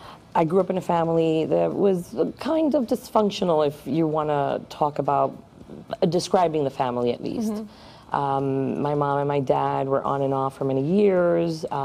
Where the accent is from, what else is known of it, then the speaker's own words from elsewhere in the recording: New York, United States; moved away; also born or lived in Massachusetts; So I was born in New York of Dominican parents